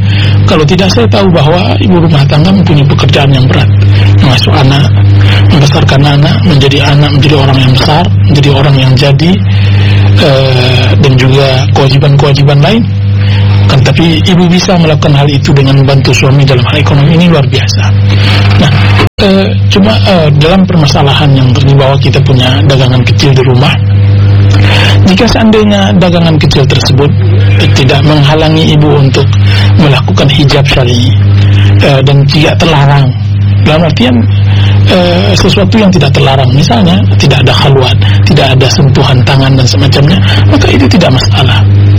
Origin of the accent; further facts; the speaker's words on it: West Sumatra, Indonesia; kami kebetulan ibu sekampung ya.